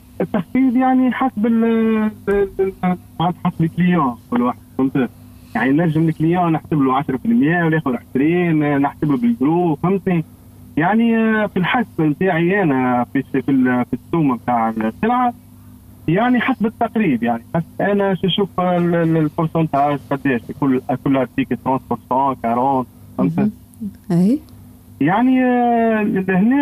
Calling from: Manouba, Tunisia; من منوبة.

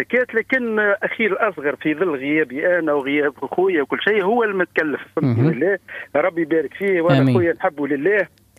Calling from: Tunisia

